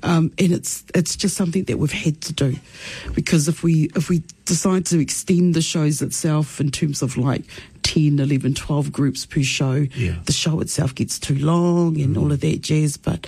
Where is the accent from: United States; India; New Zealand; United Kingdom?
New Zealand; Hutt, Wellington; So yeah, I'm from the Hutt, born and bred.